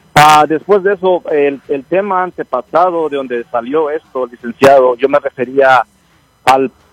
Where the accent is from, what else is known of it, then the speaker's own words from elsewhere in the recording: Atoyac de Álvarez, Guerrero, Mexico; moved away; un pueblo, por ejemplo, de donde yo soy originario, no hay teléfono personal, se llaman casetas públicas.